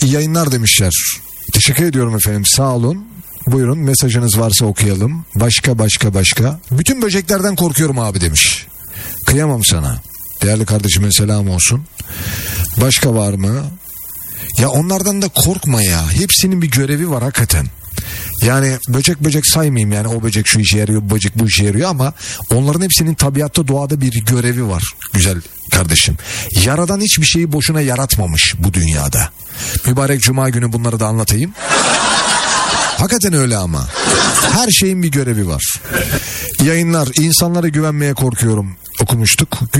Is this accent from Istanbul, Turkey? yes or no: yes; Istanbul, Turkey; born there; moved away as an adult; Ama biz İstanbul'da doğduk.